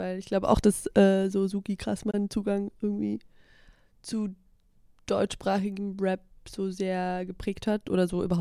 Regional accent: Switzerland; Genau, ich oute mich jetzt hier als Schweizerin.

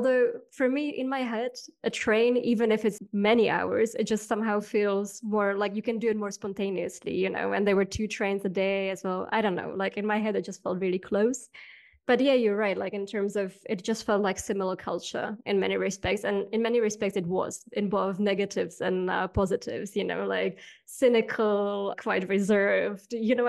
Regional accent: Czechia; first language Czech; English is a second language; moved away as an adult; also born or lived in Norway / Budapest; English became my primary language. I was thinking in English. I was working in English. I was reading in English. And Czech was this, like, intimate thing I had with my family.

